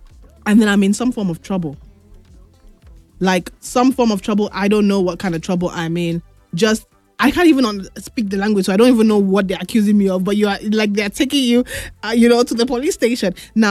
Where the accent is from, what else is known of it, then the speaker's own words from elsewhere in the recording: Nigeria; As a Nigerian, if I were you, I would take the embassy and hold them tight if I'm traveling.